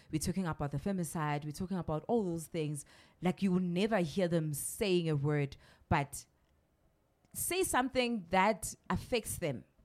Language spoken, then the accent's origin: English; South Africa; So we as South Africans